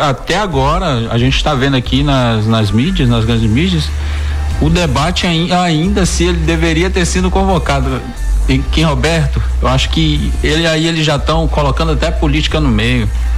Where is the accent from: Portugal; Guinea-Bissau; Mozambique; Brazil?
Brazil; Eu, como torcedor, como brasileiro, como amante do futebol